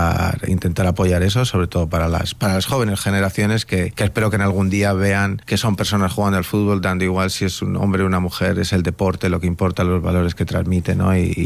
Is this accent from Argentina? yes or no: no; Spain; Así que la verdad que yo siempre soy muy español, pero ya estoy un poco también globalizado, pero siempre sí, siempre muy orgulloso de mi país, de mis raíces, de donde soy